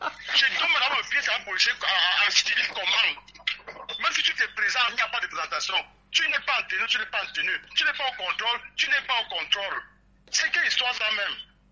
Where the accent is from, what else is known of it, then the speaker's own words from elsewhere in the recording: Cameroon; Vous m'avez dans le Cameroun. Je suis du Cameroun.